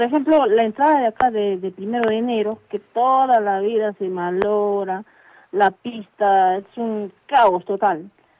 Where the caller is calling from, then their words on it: Arequipa, Peru; como arequipeños que somos